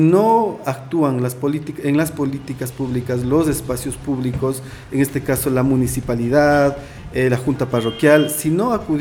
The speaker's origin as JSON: {"language": "Spanish", "region": "Imbabura", "country": "Ecuador", "tie": "born there", "said": "yo soy de Huaycopungo, de la Laguna de San Pablo."}